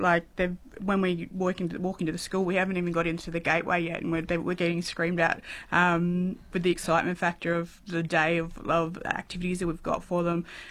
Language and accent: English; Quereting, Western Australia, Australia; Yeah, I grew up in the Wheatbelt region in WA too, so Quereting, which we've got.